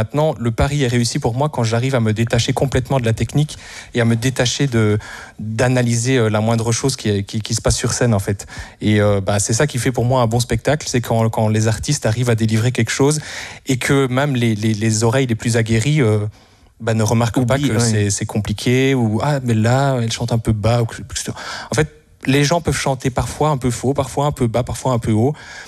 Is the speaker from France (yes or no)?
no; Gesves, Wallonia, Belgium; moved away; Je n'y habite plus. J'ai grandi à Gèves.